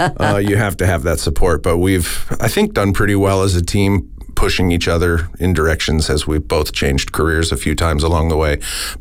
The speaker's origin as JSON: {"language": "English", "region": "Arizona", "country": "United States", "tie": "born or raised there", "said": "Tina and I grew up in Arizona."}